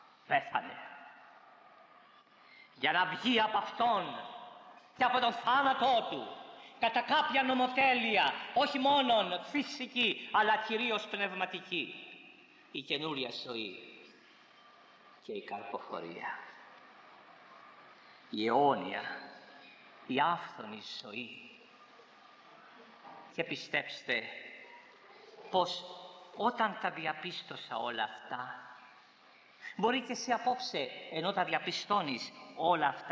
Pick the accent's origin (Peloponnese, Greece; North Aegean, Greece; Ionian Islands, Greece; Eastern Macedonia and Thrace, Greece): Ionian Islands, Greece; Corfu; moved away; στο νησί μου στη Γέρκυρα